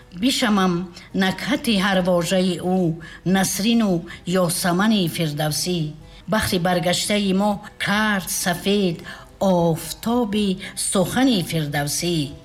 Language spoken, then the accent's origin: Persian; Tajikistan; در کوچه و بازارها میشناختن که ما مردم تاجیک هستیم.